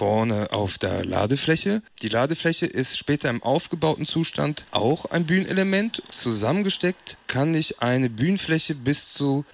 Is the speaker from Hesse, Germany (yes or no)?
no; North Rhine-Westphalia, Germany; wo ich herkomme, aus Ostwestfalen-Lippe, schon ganz viel Kulturarbeit gemacht